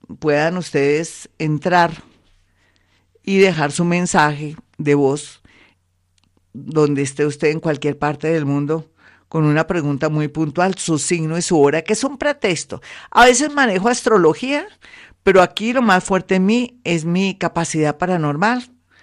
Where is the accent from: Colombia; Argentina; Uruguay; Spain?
Colombia; como buena colombiana que somos